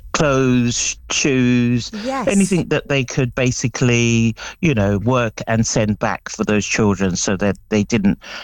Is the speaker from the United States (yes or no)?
no; United Kingdom; So I'm first generation British.